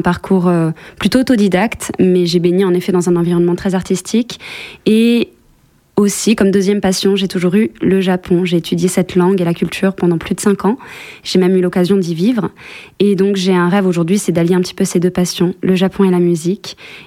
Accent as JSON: {"language": "French", "region": "Nouvelle-Aquitaine", "country": "France", "tie": "born or raised there", "moved": "as an adult", "lives_now": "Dordogne, France", "said": "J'ai grandi au Pays Basque d'une mère danseuse et d'un père qui est musicien, donc dans un milieu assez artistique. Et je vis en Dordogne du coup depuis 5 ans maintenant"}